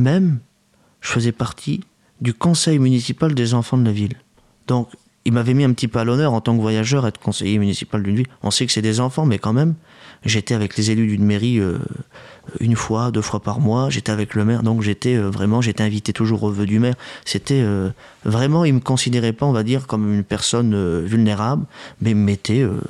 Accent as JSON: {"language": "French", "country": "France", "said": "parce que on est français avant tout. Moi, je suis voyageur, je suis en errance"}